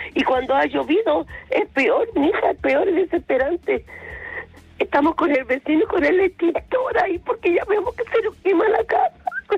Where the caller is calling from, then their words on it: Maipú, Santiago Metropolitan Region, Chile; Mire, yo soy de Maipú